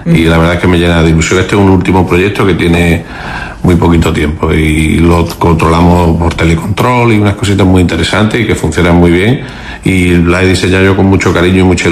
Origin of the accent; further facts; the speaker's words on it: Melilla, Spain; yo soy de aquí de Melilla de siempre